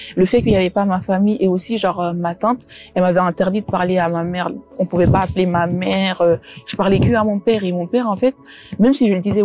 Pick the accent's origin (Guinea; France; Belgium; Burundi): Guinea; born there; Je suis d'origine guinéenne, je viens d'une famille musulmane très très pratiquante. Je suis née en Guinée.